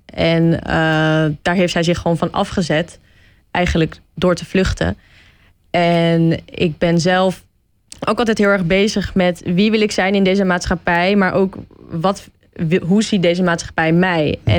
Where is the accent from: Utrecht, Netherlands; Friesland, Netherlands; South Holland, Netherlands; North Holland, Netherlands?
North Holland, Netherlands; Alkmaar; Nou, ik kom eigenlijk uit Alkmaar, dus ik ben eigenlijk geïmporteerd.